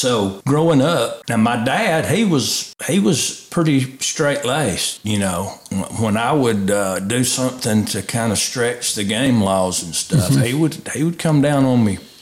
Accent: the South, United States; Growing up in the South, it was hunting ethics was not always at the forefront.

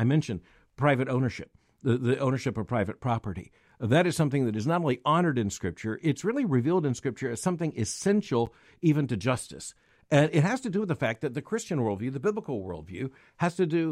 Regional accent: Florida, United States; growing up in Florida

